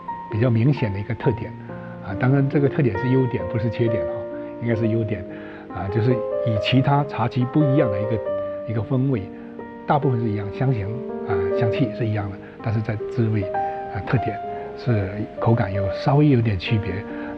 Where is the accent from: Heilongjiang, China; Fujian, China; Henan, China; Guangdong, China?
Fujian, China